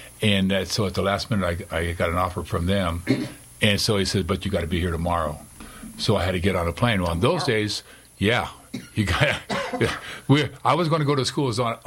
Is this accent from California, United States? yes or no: yes; San Diego, California, United States; moved away as an adult; now in Las Cruces, United States; I grew up in San Diego and played at Mount McGill High School and went to Grossmont Junior College